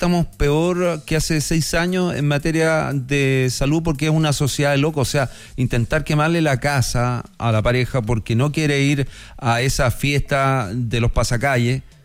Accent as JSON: {"language": "Spanish", "region": "Valparaíso", "country": "Chile", "said": "me quedé corto siendo porteño."}